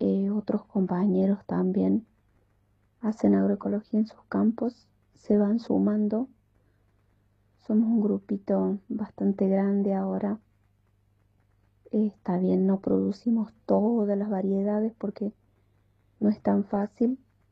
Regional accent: Pilar, Córdoba, Argentina; Nosotros somos de Pilar, departamento Río Segundo.

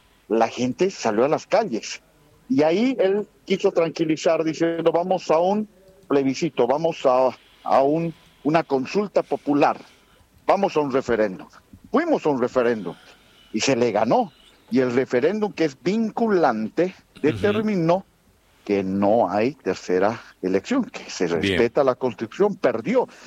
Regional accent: Bolivia

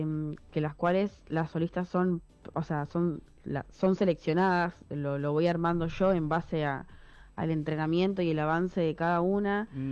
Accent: Alejandro Korn, Buenos Aires Province, Argentina; moved away as an adult; now in General Belgrano, Argentina; yo soy de Alejandro Cor, y hace 2 años que me mudé a General Belgrano

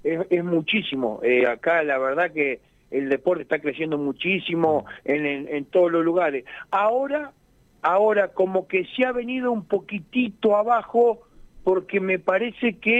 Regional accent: Argentina; y viste cómo somos los argentinos también, ¿viste? Somos exitistas, criticamos.

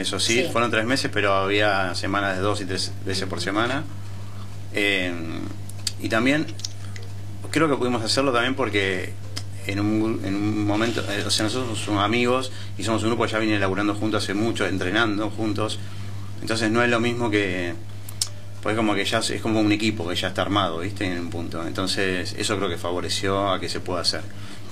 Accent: Buenos Aires, Argentina; moved away as an adult; now in Quilmes, Argentina; Yo vengo de Capital. Sí. Yo hace 20 y pico años que vivo en Quilmes, pero vengo de Saavedra.

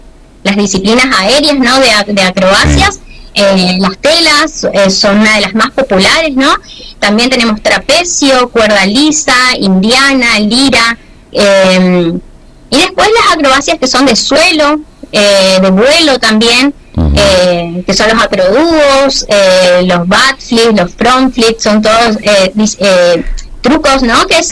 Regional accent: Jardín América, Misiones, Argentina; la ciudad de Jardín América, de donde soy oriunda. Y bueno, hace 2 años más o menos estoy desarrollando las actividades también en mi ciudad.

